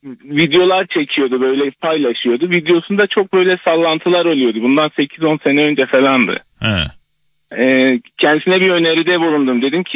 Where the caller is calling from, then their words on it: Elazığ, Turkey; Elazığ'dan.